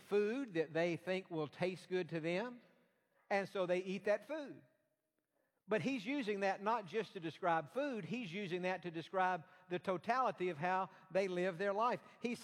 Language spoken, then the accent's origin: English; East Point, Georgia, United States